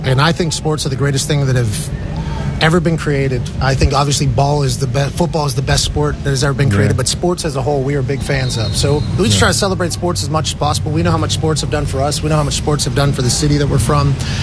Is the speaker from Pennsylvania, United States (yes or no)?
yes; Pittsburgh, Pennsylvania, United States; And it's about growing up in Pittsburgh. So I think I showcase my love for where I'm from a lot, and I'm lucky to be from this area.